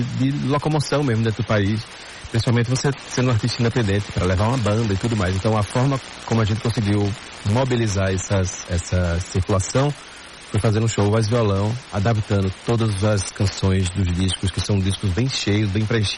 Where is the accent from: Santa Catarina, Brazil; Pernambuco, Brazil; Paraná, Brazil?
Pernambuco, Brazil; Serra Talhada; pelo menos lá no interior de Pernambuco, de onde eu sou de Serra Talhada, 420 quilômetros de Recife.